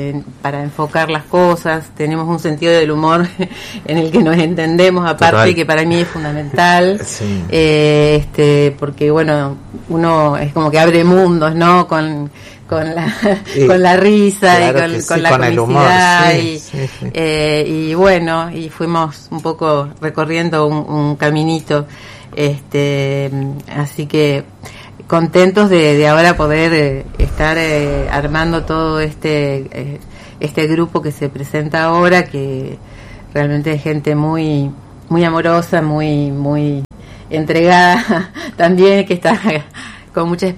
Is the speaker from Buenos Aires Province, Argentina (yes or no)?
no; Rafaela, Santa Fe, Argentina; moved away as an adult; now in Santa Fe, Argentina; yo soy de Rafaela